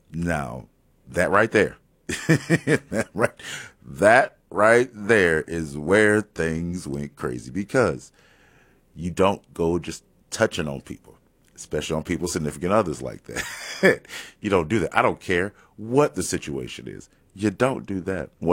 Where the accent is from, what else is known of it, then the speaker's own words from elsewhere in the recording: New York, United States; born there; I was born in New York.